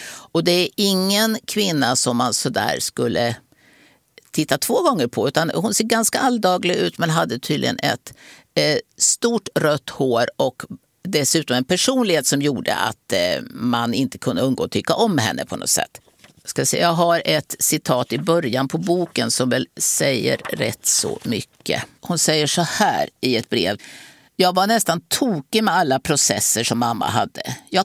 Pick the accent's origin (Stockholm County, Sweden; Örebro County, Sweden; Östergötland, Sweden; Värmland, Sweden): Östergötland, Sweden; Ljungsbro; jag hade skrivit ett antal lokalhistoriska böcker om min hembygd som Övreta kloster och Ljungsbro väster om Linköping.